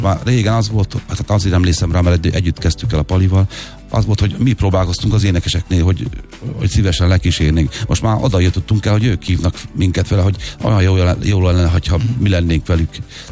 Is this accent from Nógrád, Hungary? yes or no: no; Tiszafüred, Jász-Nagykun-Szolnok, Hungary; én gyerekkoromban, hogy Tiszafüreden éltem